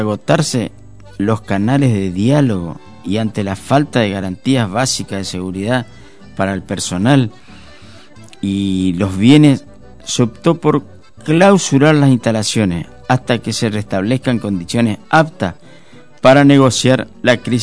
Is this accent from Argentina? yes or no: yes; Argentina; muchísimos somos los argentinos